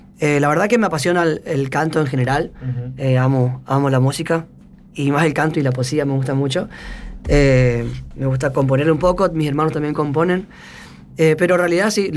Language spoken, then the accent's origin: Spanish; El Colorado, Formosa, Argentina; moved away as an adult; now in Corrientes, Argentina; No, yo soy del Colorado, Formosa. Vine en el 2008 a estudiar.